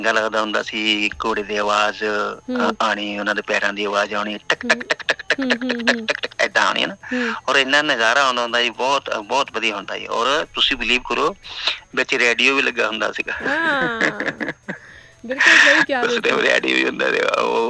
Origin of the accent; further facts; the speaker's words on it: Kotli Than Singh, Punjab, India; ਔਰ ਮੈਂ ਸਵਾਰੀ ਕੀਤੀ ਸੀਗੀ, ਸਾਡੇ ਪਿੰਡ ਦੋ ਤਾਂਗੇ ਚੱਲਦੇ ਹੁੰਦੇ ਕੋਟਲੀ ਥਾਨ ਸਿੰਘ ਤੋਂ ਰਾਮਵਲੀ ਤੱਕ